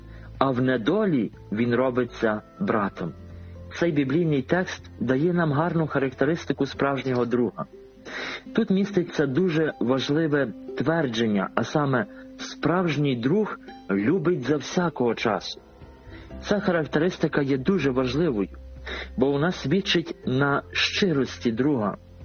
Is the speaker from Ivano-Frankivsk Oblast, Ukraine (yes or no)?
no; Lviv, Lviv Oblast, Ukraine; я сам родом зі Львова